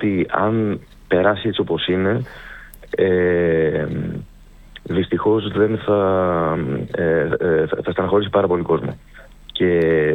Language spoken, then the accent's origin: Greek; Skiathos, Thessaly, Greece; το οποίο εγώ προσωπικά το πιστεύω πάρα πολύ για τον τόπο μου.